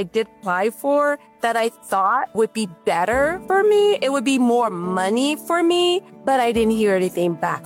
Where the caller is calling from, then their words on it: Florida, United States; I'm calling from Florida.